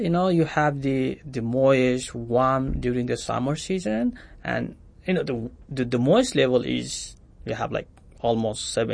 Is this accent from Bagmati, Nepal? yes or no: yes; Kathmandu, Bagmati, Nepal; now in Las Cruces, United States; Yes, I grew up in Nepal, and currently I'm at Las Cruces, New Mexico